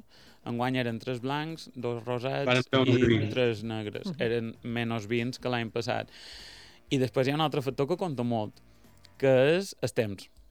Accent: Santa Maria del Camí, Balearic Islands, Spain; Nosaltres som de Santa Maria.

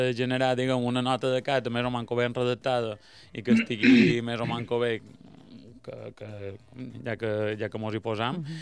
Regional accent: Santa Maria del Camí, Balearic Islands, Spain; Nosaltres som de Santa Maria.

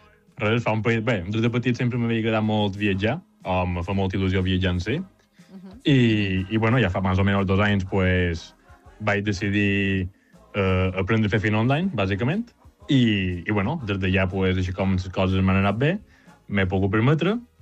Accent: Porreres, Balearic Islands, Spain

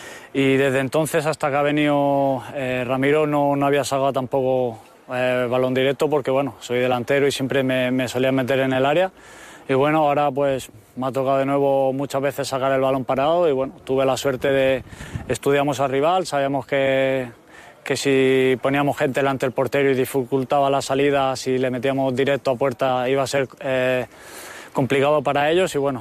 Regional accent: Granada, Andalusia, Spain; born there; also born or lived in Ibiza; yo nací en Granada, vuelvo al sitio donde nací, que es mi tierra junto con Ibiza.

